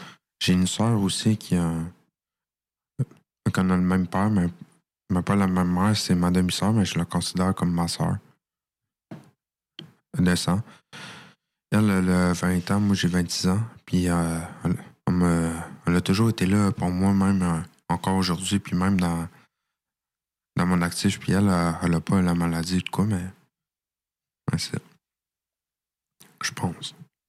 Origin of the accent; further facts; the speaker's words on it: Quebec, Canada; Moi, je viens de la Rive-Sud de Montréal aussi.